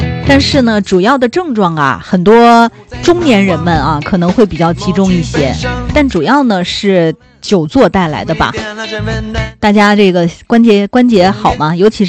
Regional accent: Shanxi, China; 对于我们山西人来说呢，有点醋啊，这个面就是美味了。

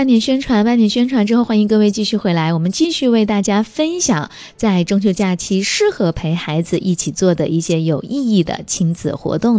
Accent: China; 更是我们中国人正在一步步抵达的真实的远方。

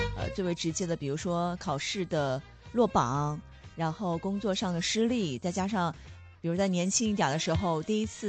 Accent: Guizhou, China; born or raised there

